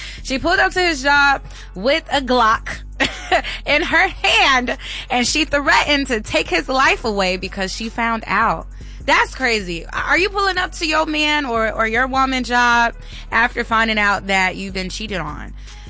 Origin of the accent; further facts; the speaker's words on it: Houston, Texas, United States; I'm from Houston